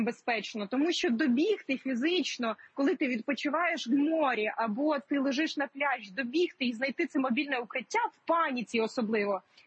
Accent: Odesa, Odesa Oblast, Ukraine; Я, як одеситка

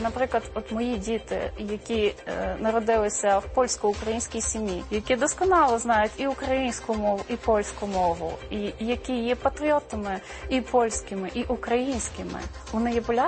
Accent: Poland; accent: Polish; Ukrainian is a second language; moved away as an adult; now in Lviv, Ukraine; початково мене питали, а ви з Закарпаття? не розуміли, що в мене польський акцент.

